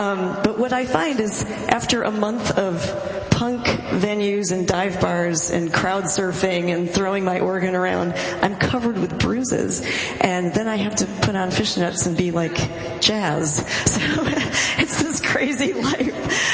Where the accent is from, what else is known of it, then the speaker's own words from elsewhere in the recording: Seattle, Washington, United States; from Seattle.